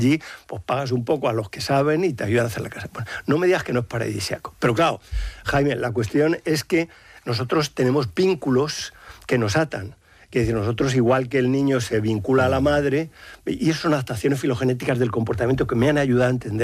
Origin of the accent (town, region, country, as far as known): Madrid, Community of Madrid, Spain; now in Salamanca, Spain